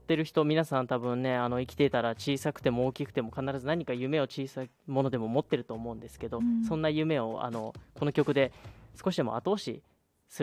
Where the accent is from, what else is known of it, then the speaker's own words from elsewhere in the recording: Yūki, Ibaraki, Japan; moved away; 僕もともと茨城県で、田舎、かなり田舎なんですよね、結城市って。でそこからちょっと東京の方の大学に、行って